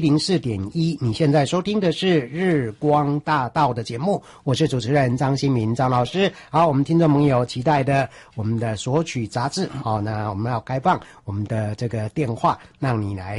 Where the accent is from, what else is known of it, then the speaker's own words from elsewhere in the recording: Changhua County, Taiwan; 我自己都彰化人